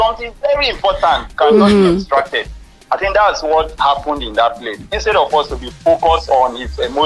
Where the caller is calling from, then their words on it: Nigeria; I'm calling from Okado.